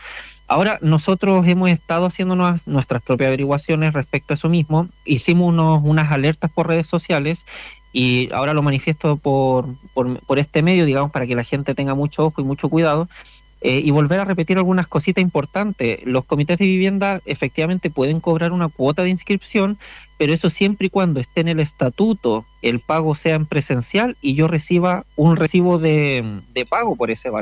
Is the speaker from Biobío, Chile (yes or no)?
no; Panguipulli, Los Ríos, Chile; somos todos de Panguipulli, los comités son de aquí mismo.